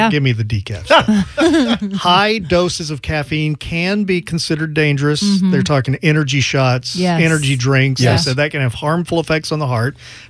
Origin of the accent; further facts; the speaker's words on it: Louisiana, United States; I'm from Louisiana.